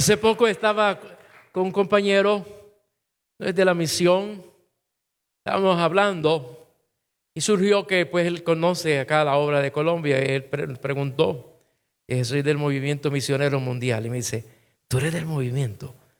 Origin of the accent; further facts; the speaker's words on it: Puerto Rico; mi país, somos ciudadanos americanos